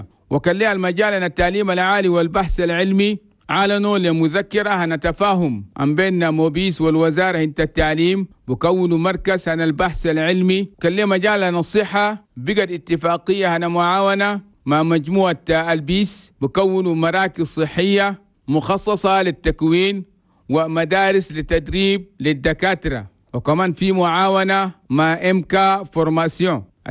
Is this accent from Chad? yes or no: yes; Chad